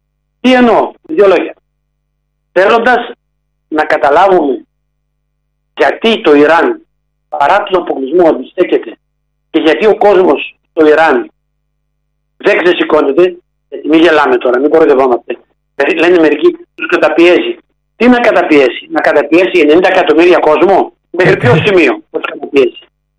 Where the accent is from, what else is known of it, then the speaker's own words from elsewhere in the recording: Greece; είμαστε Έλληνες εδώ